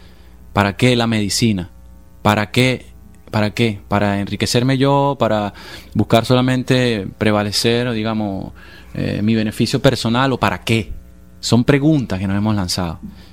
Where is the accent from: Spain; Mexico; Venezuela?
Venezuela; en mi país, en Venezuela